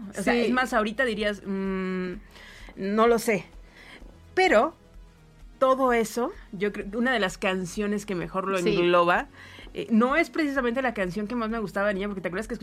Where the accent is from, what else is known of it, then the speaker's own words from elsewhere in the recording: Monterrey, Nuevo León, Mexico; now in Mexico City, Mexico; O sea, porque somos de Monterrey y estamos en el tiempo también